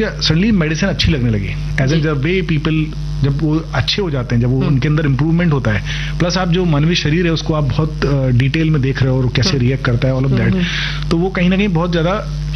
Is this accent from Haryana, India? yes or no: no; Konch, Uttar Pradesh, India; also born or lived in Gwalior; now in Lucknow, India; मैं रहने वाला बुंदेलखंड का हूँ, वहीं पढ़ाई पला बड़ा भी वहीं पे हूँ और पढ़ाई भी वहीं से की है, जालौन जिले में एक छोटी सी जगह है कौंच, वहाँ पे मैंने अपनी 10+2 तक पढ़ाई की